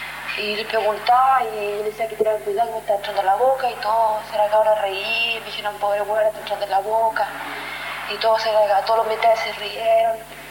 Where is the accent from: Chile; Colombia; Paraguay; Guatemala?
Chile